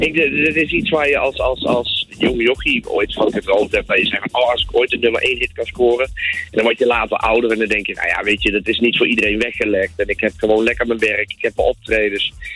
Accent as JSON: {"language": "Dutch", "town": "Tiel", "region": "Gelderland", "country": "Netherlands", "tie": "born there", "moved": "yes", "lives_now": "Brabant, Netherlands", "said": "Ik woon nu in Brabant, maar ik blijf natuurlijk altijd. Dat kan niet anders. Want ja, weet je, op mijn geboorteakte staat het gewoon. Ik ben in Tiel geboren en dat is toch Gelderland."}